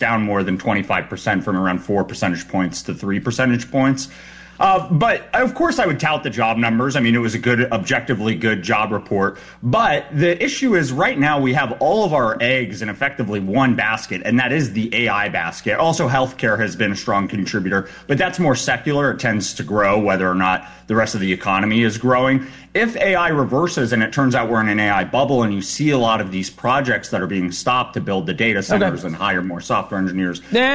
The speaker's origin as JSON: {"language": "English", "region": "New Mexico", "country": "United States", "tie": "born or raised there", "said": "my home state of New Mexico"}